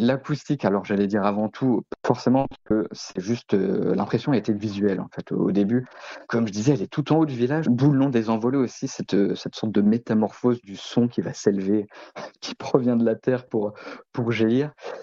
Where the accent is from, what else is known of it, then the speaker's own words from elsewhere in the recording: Lannion, Brittany, France; Moi, en fait, je suis originaire de Lannion, un tout petit peu au nord de Lochinvel, de Belle-Île-en-Terre.